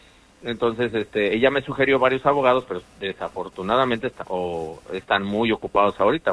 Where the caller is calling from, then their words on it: California, United States; yo vivo en California